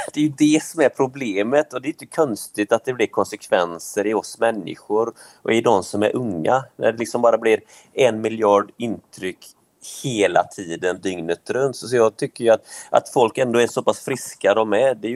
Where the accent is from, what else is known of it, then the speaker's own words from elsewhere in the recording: Västra Götaland County, Sweden; born there; Jag är ju född på nu utanför Göteborg.